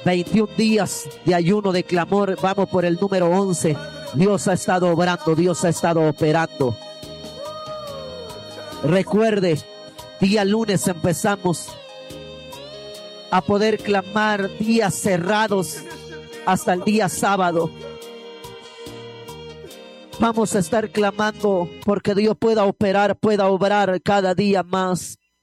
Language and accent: Spanish; Quetzaltenango, Guatemala; Nosotros somos del área de Quetzaltenango, de acá de Xela, de la zona 10 de Quetzaltenango, de acá somos.